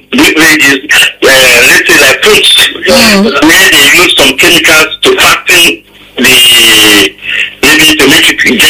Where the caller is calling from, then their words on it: Bauchi, Nigeria; I'm calling you from Yakubu Wanka Street, Bauchi.